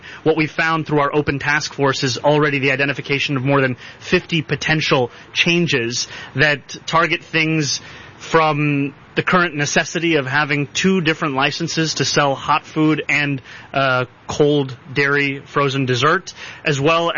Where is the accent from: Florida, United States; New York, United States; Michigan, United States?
New York, United States; New York City; Some of my favorite memories as a kid growing up in New York City are going to the qualifiers for free before the Open began.